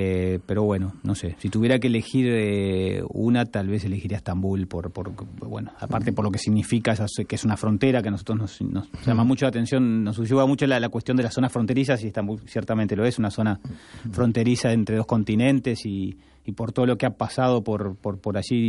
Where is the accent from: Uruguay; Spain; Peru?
Uruguay; moved away; also born or lived in Argentina; yo viví, naturalmente soy de Uruguay, viví muchos años en Argentina